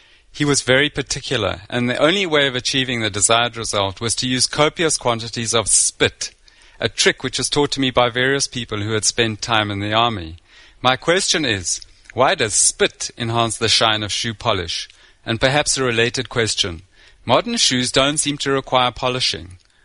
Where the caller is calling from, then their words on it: South Africa; I'm phoning you from South Africa.